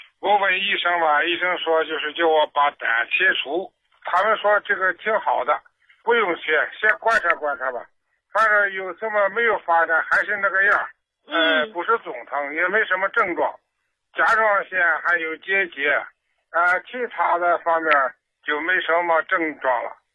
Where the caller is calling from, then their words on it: Baoding, Hebei, China; 是河北保定的。